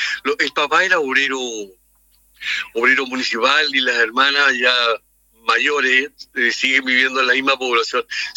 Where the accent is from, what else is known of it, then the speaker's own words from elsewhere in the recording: Ancud, Los Lagos, Chile; born there; now in Melipilla, Chile; Yo nací en Ancud, así que todavía me acordaba de algunas calles, de algunas casas.